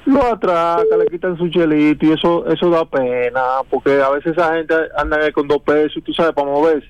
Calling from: Dominican Republic

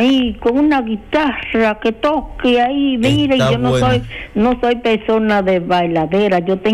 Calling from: Santiago de los Caballeros, Santiago, Dominican Republic; de Santiago.

